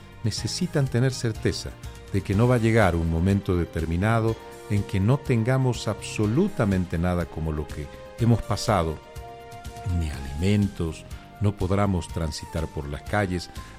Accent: Bolivia

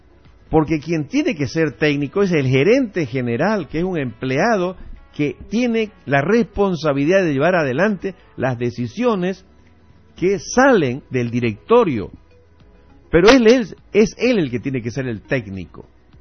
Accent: Bolivia; ¿Acaso no somos bolivianos?

